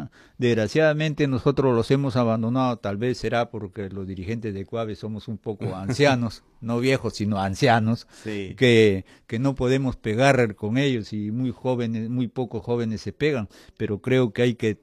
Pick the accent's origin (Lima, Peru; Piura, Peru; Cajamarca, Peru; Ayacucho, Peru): Piura, Peru; Yo soy piurano.